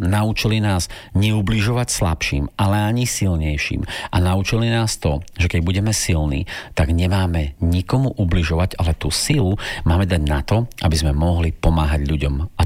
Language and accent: Slovak; Bardejov, Prešov Region, Slovakia; ja pochádzam z Bardejova